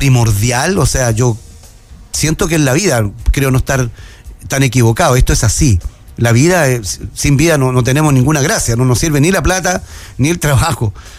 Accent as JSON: {"language": "Spanish", "region": "Antofagasta", "country": "Chile", "tie": "born or raised there", "said": "yo soy de Antofagasta toda la vida, y he estado en varios temblores fuertes o terremotos acá en la ciudad de Antofagasta"}